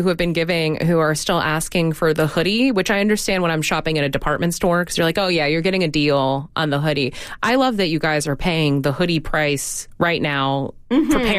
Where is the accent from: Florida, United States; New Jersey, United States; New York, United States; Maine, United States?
Florida, United States; I first started being a sustaining member down in Florida, my home state, and I was a student at the time.